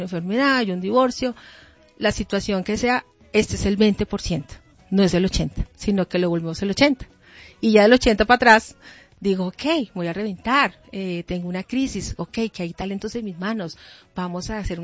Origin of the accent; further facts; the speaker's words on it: Colombia; moved away; yo crecí en Colombia toda mi vida, al lado de unos papás con misterio y todo tan bonito, pero Dios me sacó